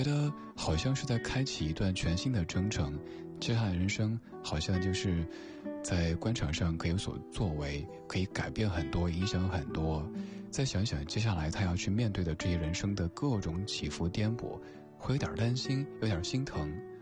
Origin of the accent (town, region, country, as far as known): China